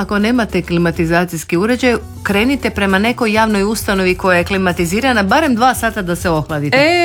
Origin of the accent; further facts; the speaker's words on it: Split-Dalmatia County, Croatia; nešto što je mom rodnom kraju blisko, dakle Vrgorac i cijela ta krajina